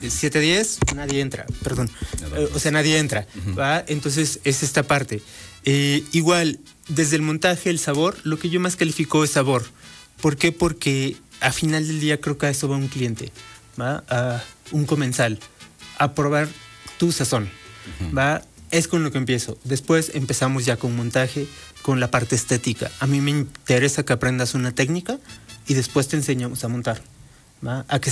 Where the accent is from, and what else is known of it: Puebla, Mexico